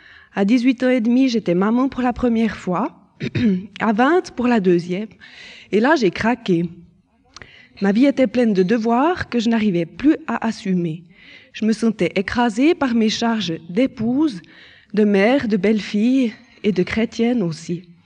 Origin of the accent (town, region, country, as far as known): Lausanne, Vaud, Switzerland; born there